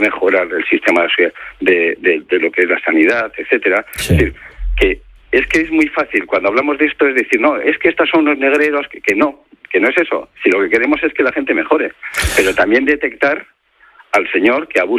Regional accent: Basque Country, Spain; Mira, donde más absentismo hay en España es en mi tierra, en el País Vasco, y es donde los salarios son más altos.

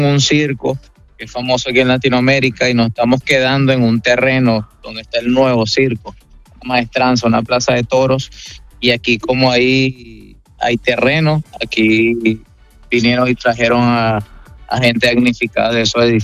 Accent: Maracay, Aragua, Venezuela; Soy de Maracay, estado de Aragua, de aquí de Venezuela.

